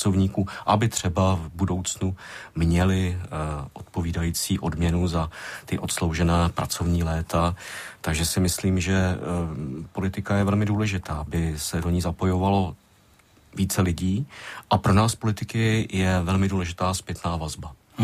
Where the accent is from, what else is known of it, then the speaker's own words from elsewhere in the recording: Vysočina Region, Czechia; protože to jsou všechno velká města a já jsem hrdý z Vysočiny, takže já to teď zmiňuji takhle široce